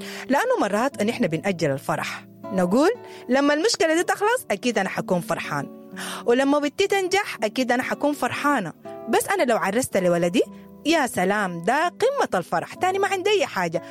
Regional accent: Sudan; أقول كده لما أنا أرجع بلدي السودان أفتح باب بيتي وأنظف وألم الحاجات

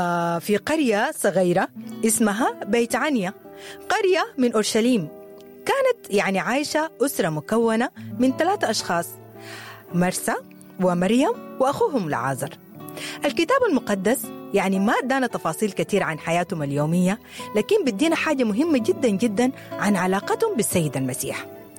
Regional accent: Sudan; احنا كسودانيين بنحب اللمة

